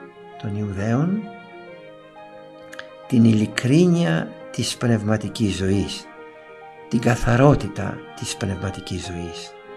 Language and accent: Greek; Greece; Η μέρα που δεν πρέπει να την ξεχνάμε και σαν χριστιανοί και σαν Έλληνες.